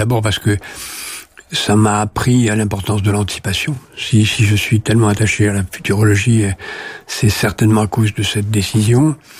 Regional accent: Algiers, Algiers Province, Algeria; born there; moved away; also born or lived in France; Non, je suis né en France. À Alger, en France.

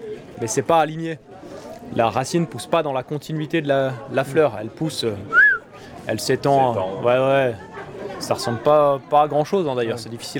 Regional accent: Auvergne-Rhône-Alpes, France; On a fait quasiment 5 heures de bagnole, on vient de Savoie.

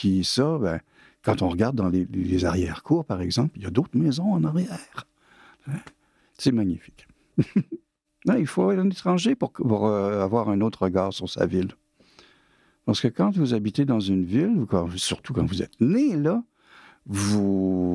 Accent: Quebec City, Quebec, Canada; moved away as an adult; now in Caen, France; ma ville natale, Québec, que j'adore, puis dont je m'ennuie souvent

